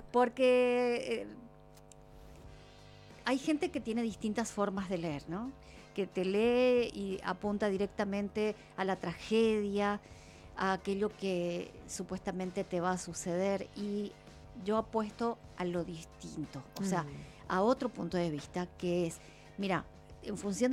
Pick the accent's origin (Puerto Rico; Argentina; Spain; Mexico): Argentina; now in Paraguay; Nací en Argentina.